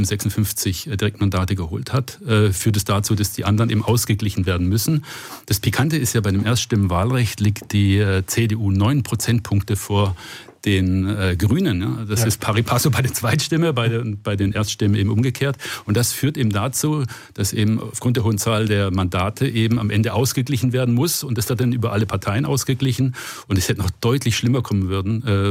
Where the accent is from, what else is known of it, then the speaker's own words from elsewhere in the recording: Baden-Württemberg, Germany; Waren natürlich harte Zeiten im VfB-Land sozusagen, wo ich aufgewachsen bin als Werder-Fan.